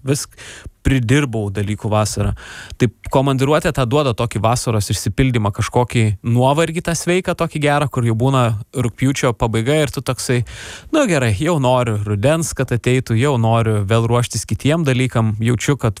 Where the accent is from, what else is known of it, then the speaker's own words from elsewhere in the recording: Vilkija, Kaunas County, Lithuania; Mes vilkiečiai sakome, kad mes esame iš Vilkijos.